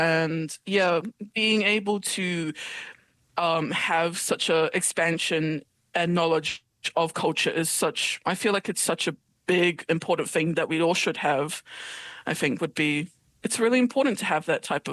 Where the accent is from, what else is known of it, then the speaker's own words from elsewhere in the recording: South Auckland, Auckland, New Zealand; So as I've already said, I'm from South Auckland, which is very deep and rich in culture.